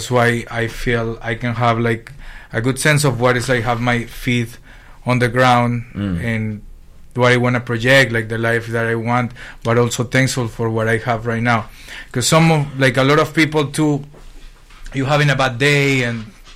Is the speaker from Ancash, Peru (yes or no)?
yes; Chimbote, Ancash, Peru; English is a second language; moved away; I'm from Chimbote, that it's a port in the north middle of the coast of Peru.